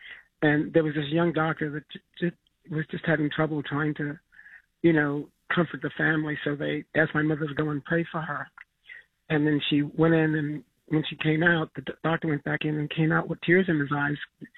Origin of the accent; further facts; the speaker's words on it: New York City, New York, United States; I grew up in Manhattan. We lived on 99th Street before they built Park West Village.